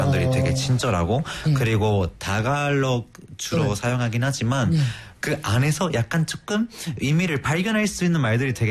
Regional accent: southern Spain, Spain; Korean is a second language; moved away; 어릴 때부터 바닷가에서 태어났기 때문에 바다와 수영장을 되게 좋아했었고

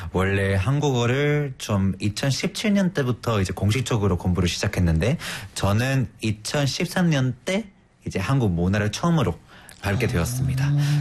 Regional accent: Spain; Korean is a second language; moved away as an adult; now in South Korea; 저는 스페인에서 온 … 저는 2000년생이고 한국에서 거주한 지 3년 6개월 정도 되었습니다. 원래 한국어를 좀 2017년 때부터 이제 공식적으로 공부를 시작했는데

